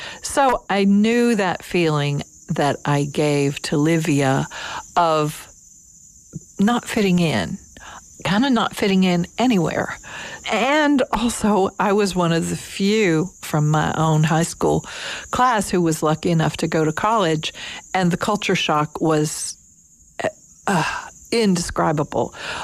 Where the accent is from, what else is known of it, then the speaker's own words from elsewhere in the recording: Kentucky, United States; now in Lexington, United States; Lexington was an hour and a world away from where I grew up in Kentucky, but I managed, once I could drive, to find teachers